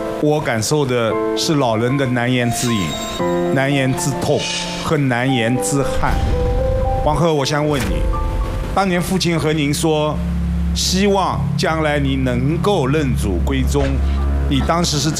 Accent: China

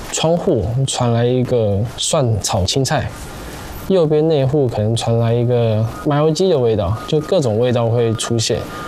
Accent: Taipei, Taiwan; 我从小生活在台北的眷村，然后那时候有很多的不同省份的人，可能这一户是湖南，这一户是广州，楼上住四川，都有，

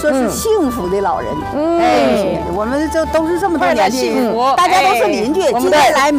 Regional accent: Bei'an, Heilongjiang, China; now in Chongqing, China; 我从在这儿在北安长大的黑龙江啊，下乡就是咱们黑龙江省下乡的啊

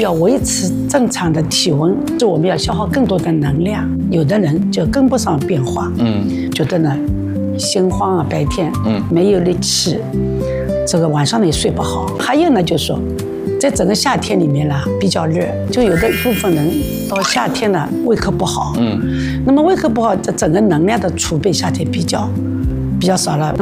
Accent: China; 我们中国人是有节气的

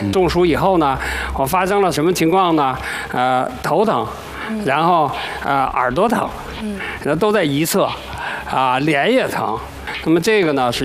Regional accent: China; 这个暑假的这个的词儿呢，其实也不是我们中国人原创的。

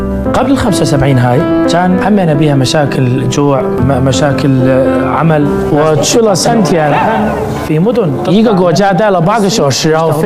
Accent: Iraq; Chinese is a second language; now in China; 包括我的家乡伊拉克

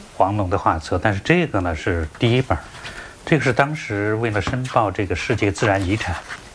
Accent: Sichuan, China; 我首先把黄龙的这个放在前面，可能这个情感比较深，是我家乡的景区。

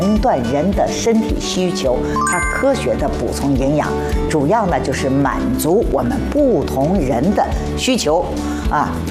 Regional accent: Shanghai, China; 就是我跟他通话的时候呢，我们上海话叫咖喱

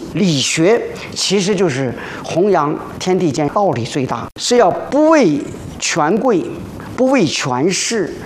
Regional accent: Ji'an, Jiangxi, China; moved away; 它是我的家乡，我是吉安人

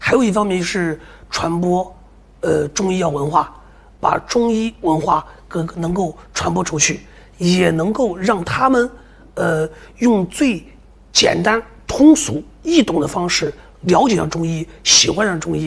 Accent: Hong Kong

